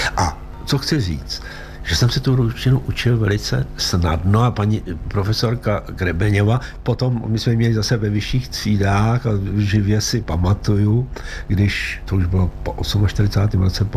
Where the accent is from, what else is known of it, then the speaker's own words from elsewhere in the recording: Plzeň, Plzeň Region, Czechia; nezapomeňte, že já jsem vyrůstal v Plzni, no a do Plzni nepřišla sovětská armáda, Plzeň byla osvobozená Američany